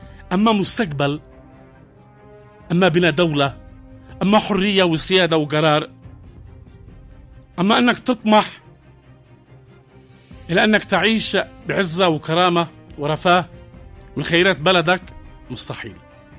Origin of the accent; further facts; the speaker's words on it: Yemen; هكذا هو الشعب اليمني، ما حد أكبر منا إلا الله